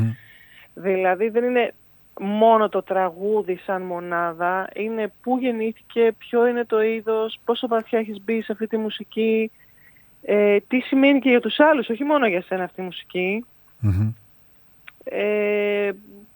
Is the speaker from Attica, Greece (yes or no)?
yes; Athens, Attica, Greece; born there; Εγώ που γεννήθηκα στην Αθήνα και μένω στην Αθήνα.